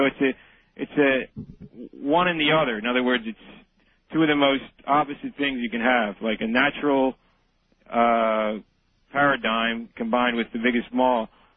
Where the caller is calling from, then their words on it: King of Prussia, Pennsylvania, United States; And, I'm calling from King of Prussia, Pennsylvania.